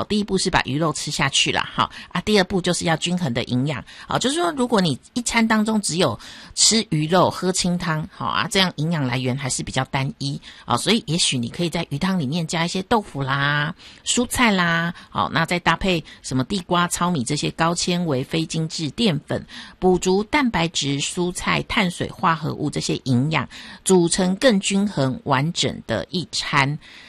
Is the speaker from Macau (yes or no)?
no; Taipei, Taiwan; 以我在台北长大的